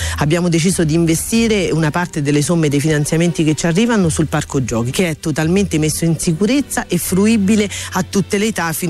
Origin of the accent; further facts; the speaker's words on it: Cerreto Laziale, Lazio, Italy; Io sono nata a Cerreto Laziale, ci ho vissuto, ci ho passato la mia infanzia, per cui Cerreto Laziale è casa mia, sono i miei ricordi.